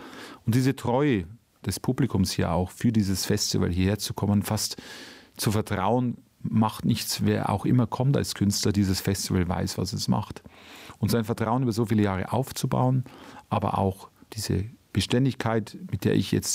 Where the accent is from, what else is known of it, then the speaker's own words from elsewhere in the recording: Bavaria, Germany; moved away; ich stamme ja aus Bayern, wie man wahrscheinlich auch hört